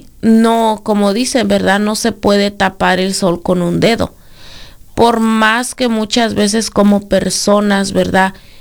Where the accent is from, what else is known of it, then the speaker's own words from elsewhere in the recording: Mexico; moved away; nosotros, pues, obviamente venimos de otro país, somos inmigrantes aquí